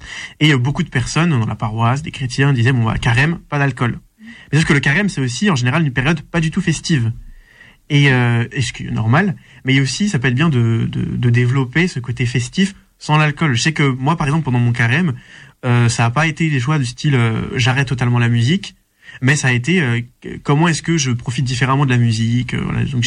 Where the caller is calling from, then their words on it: Toulouse, Occitanie, France; depuis que je suis à Toulouse